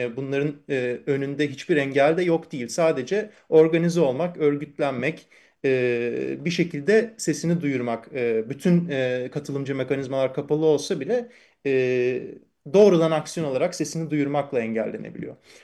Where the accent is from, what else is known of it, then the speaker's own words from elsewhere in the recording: Princes' Islands, Istanbul, Turkey; biz Adalılar olarak